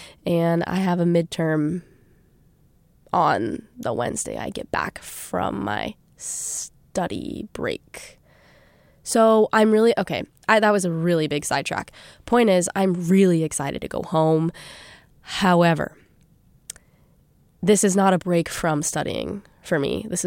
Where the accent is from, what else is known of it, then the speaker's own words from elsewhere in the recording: Durango, Colorado, United States; moved away as an adult; now in Ann Arbor, United States; So I live in a beautiful place called Durango, Colorado